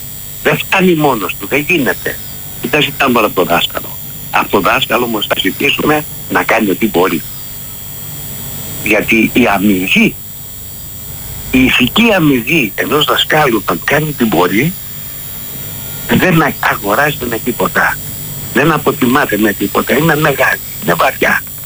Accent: Attica, Greece; Εγώ τα παιδικά μου χρόνια τα ρίσα στα Νοπριδίσια

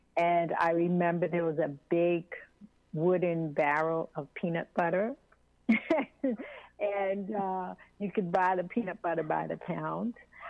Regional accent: Bronx, New York, United States; Well, I grew up in the Bronx, but my mother grew up in Harlem

